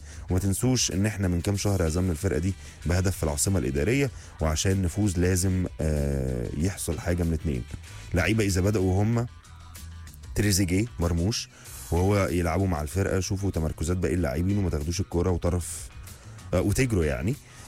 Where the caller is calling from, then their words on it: Giza, Giza Governorate, Egypt; من الجيزة